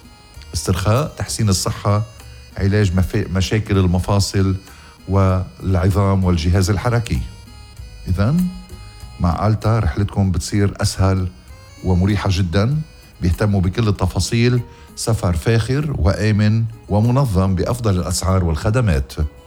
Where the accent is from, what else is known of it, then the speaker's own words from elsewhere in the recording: Lebanon; يا بلدنا لبنان